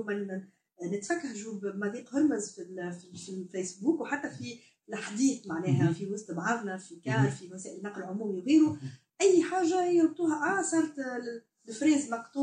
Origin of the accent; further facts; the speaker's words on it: Tunisia; فسر لي كيفاش انا اليوم تونسي ونسمع فيها تونسي بسيط